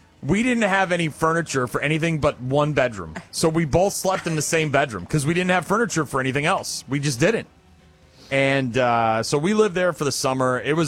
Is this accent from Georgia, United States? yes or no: no; Nashua, New Hampshire, United States; We moved into a house on Syracuse Road in Nashua. New Hampshire, my hometown. And I grew up there.